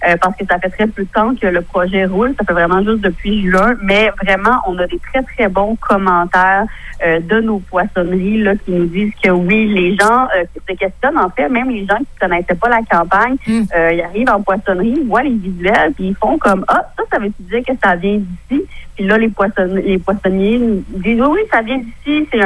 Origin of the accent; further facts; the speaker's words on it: Quebec, Canada; en tant que gaspésien